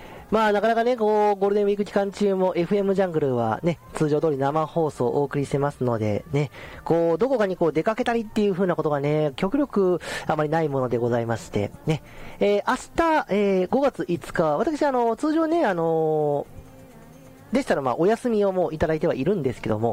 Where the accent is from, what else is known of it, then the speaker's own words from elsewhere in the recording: Toyooka, Hyogo, Japan; 私の地元竹野町